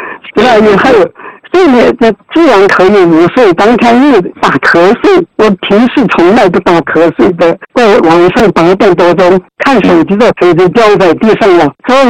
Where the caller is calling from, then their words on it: Suining, Sichuan, China; 我是来自四川遂宁的一位学员